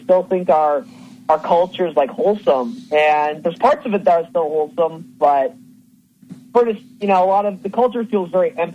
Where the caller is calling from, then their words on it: California, United States; from California.